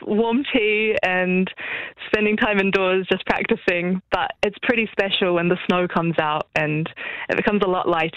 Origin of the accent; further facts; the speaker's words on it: Dunedin, Otago, New Zealand; accent: South Otago Southern; also born or lived in Australia / Finland; I'm from Dunedin. I was born in Australia, but I don't like to bring that up. But I moved here when I was one.